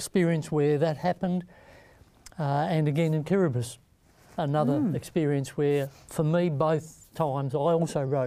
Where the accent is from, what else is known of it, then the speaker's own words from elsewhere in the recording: Bougainville, Papua New Guinea; first language Tok Pisin; English is a second language; So I grew up in Bougainville, talked Pisin, didn't speak English.